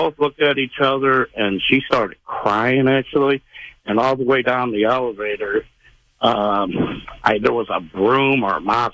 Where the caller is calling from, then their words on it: St. Louis, Missouri, United States; I've lived in St. Louis 50-something years, so I know I've lived by Lambert Airport.